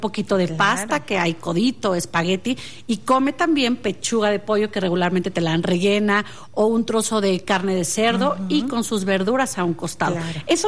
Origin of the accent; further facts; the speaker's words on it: Mexico; Como padres, como mexicanos